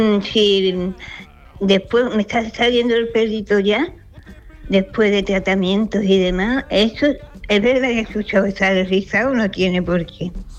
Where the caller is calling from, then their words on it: Seville, Andalusia, Spain; Buenos días, mire … de Sevilla.